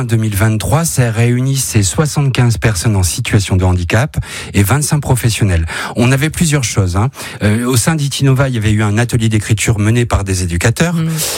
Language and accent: French; Hauts-de-France, France; now in Vaison-la-Romaine, France; Je suis un ch'ti, je suis comédien